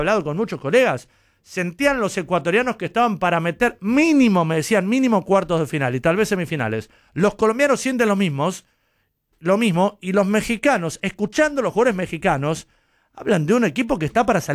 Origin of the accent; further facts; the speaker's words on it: Argentina; ahora somos bravos los argentinos, ¿eh?